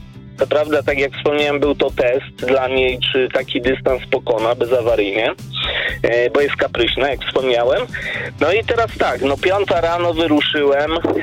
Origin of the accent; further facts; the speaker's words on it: Lower Silesian Voivodeship, Poland; ja pochodzę z Dolnego Śląska, tam też mieszkam.